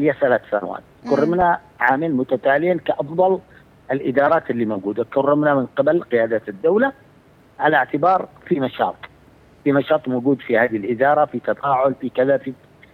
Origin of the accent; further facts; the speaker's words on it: Aden, Yemen; أنا سأتحدث عن مدينتي، عن مدينة عدن.